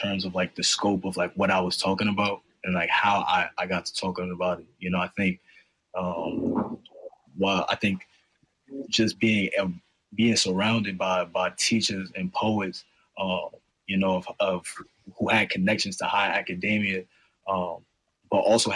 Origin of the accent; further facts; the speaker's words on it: New York City, New York, United States; moved away as an adult; growing up in Harlem